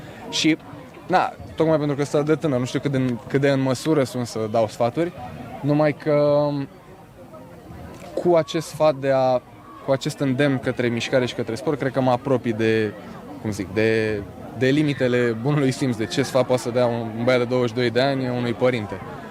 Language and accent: Romanian; Romania; de unde ești? Și spun, e România